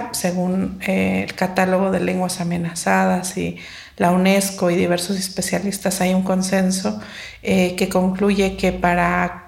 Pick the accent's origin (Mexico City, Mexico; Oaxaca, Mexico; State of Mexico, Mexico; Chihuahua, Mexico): Oaxaca, Mexico; first language Mixe; Spanish is a second language; es mi lengua materna, el mije, y eso es una preocupación que tenía desde hace mucho tiempo, y no solo mía, sino de muchas personas de mi comunidad y de las comunidades mijes